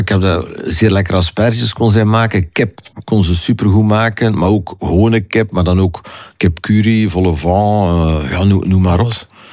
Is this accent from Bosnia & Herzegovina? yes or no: no; Zottegem, Flanders, Belgium; Ik ben geboren in Zottegem. Ik heb gewoond in Herzelen